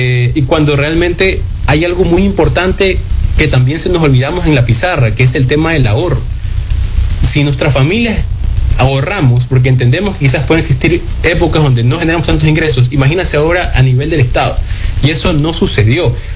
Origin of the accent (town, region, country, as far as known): Ecuador